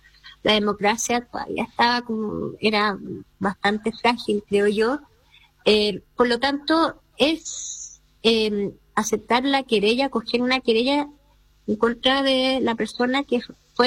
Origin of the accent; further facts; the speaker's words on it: Chile; de las que nosotros también como chilenos nos fuimos enterando